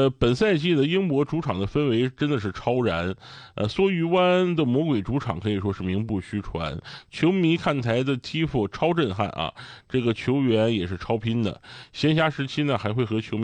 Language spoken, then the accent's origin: Chinese; Dalian, Liaoning, China